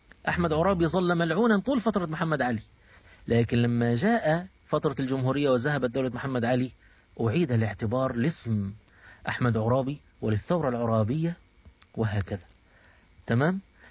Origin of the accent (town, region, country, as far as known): Egypt